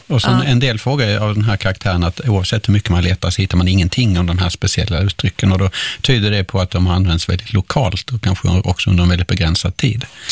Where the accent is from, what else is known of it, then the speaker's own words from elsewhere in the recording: Skåne, Sweden; accent: Scanian; I min skånska så betyder det en sticka, alltså, så man kan få en speta i fingret eller någonting sånt här.